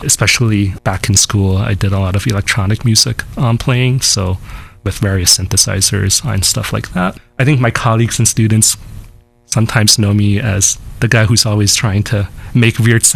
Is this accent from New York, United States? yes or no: yes; New York City, New York, United States; now in San Bernardino, United States; So I'm a New Yorker. So I grew up in Queens, New York. Actually, I kind of had a pretty suburban life for the first, I don't know, few years until high school.